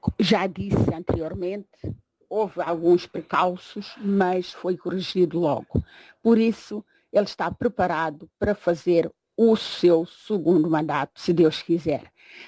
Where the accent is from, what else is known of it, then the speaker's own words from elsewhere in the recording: Cape Verde; eu, onde vou, digo que eu sou cabo-verdiana com muito, muito, muito orgulho.